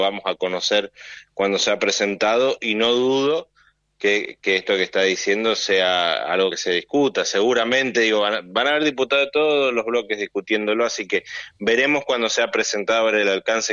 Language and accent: Spanish; Argentina; nosotros como argentinos